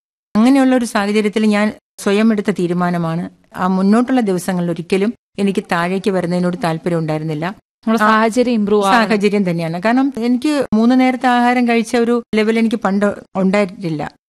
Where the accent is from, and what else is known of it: Poojappura, Kerala, India; born or raised there